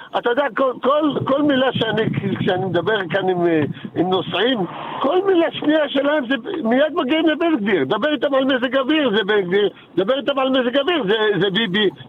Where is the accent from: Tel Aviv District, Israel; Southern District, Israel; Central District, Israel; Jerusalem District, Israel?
Jerusalem District, Israel; Jerusalem; אני מירושלים.